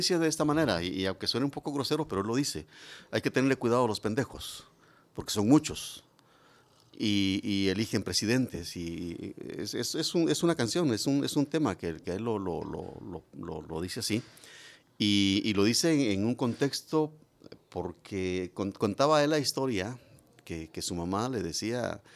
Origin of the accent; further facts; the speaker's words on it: Guatemala; los guatemaltecos somos la materia prima, somos la sangre, somos el ADN de esta nación.